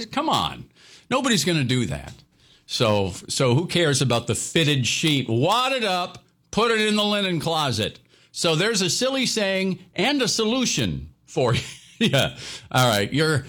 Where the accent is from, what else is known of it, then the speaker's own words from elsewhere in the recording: Fargo, North Dakota, United States; moved away; I come from Fargo, you know, and that's how we talk up there in Fargo all the time.